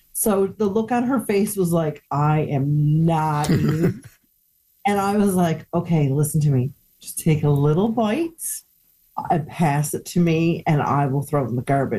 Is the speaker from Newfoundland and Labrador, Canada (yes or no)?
yes; Newfoundland and Labrador, Canada; We think it's ordinary because we're born and raised in Newfoundland to be those kind and helpful and compassionate people.